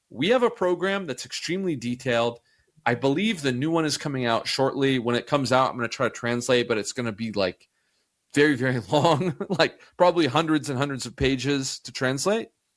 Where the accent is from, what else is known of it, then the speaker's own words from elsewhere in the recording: United States; as an American